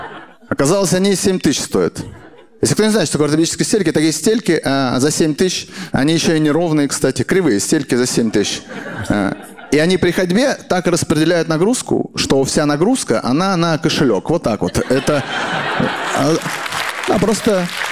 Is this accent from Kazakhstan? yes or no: yes; Kazakhstan; Я такой, я казах вообще.